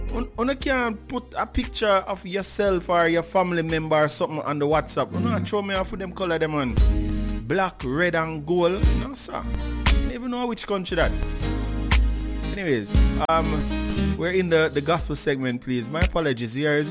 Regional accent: Jamaica; You know, as a Jamaican, we only expect to see two flags.

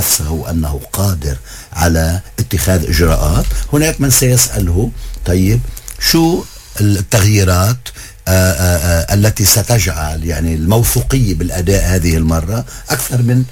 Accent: Lebanon; احنا عندنا بلبنان

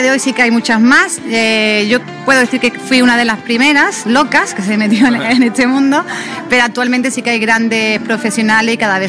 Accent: Cádiz, Andalusia, Spain; accent: Andalusian; moved away as an adult; also born or lived in Madrid / Ibiza / Barcelona; De Cádiz, soy de Cádiz, acabo de llegar aquí a probar a ver qué tal esta tierra, que me gusta muchísimo, por cierto. Y nada, llevo dos semanitas

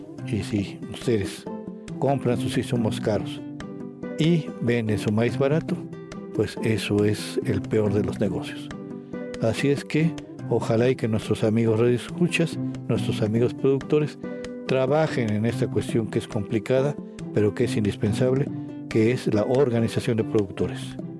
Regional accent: Mexico

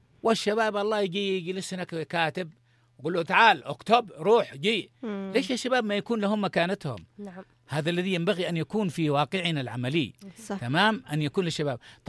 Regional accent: Yemen

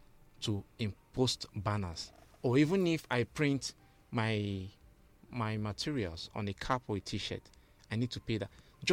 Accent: Northern Nigeria, Nigeria; moved away; I grew up in the North for 16 years. My Hausa is even stronger than my Igbo.

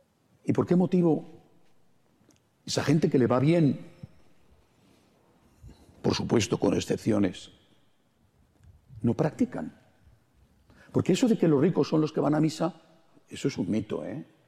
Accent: Spain; En mi país, en España, no teníamos niños.

